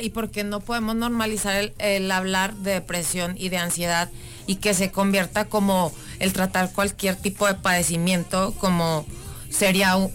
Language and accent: Spanish; Saltillo, Coahuila, Mexico; born there; soy nacida aquí en Saltillo, Coahuila, en el hospital universitario, el hospital más saltillense.